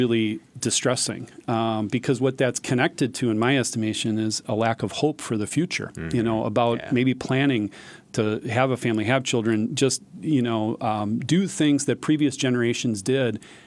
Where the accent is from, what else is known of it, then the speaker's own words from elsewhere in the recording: Brookfield, Wisconsin, United States; So I grew up in Brookfield. I grew up in a home that my parents built in 1960.